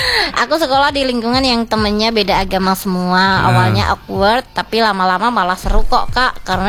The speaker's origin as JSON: {"language": "Indonesian", "country": "Indonesia", "tie": "born or raised there", "said": "kita kan tinggal di Indonesia, dari kecil di Indonesia, tumbuh di Indonesia."}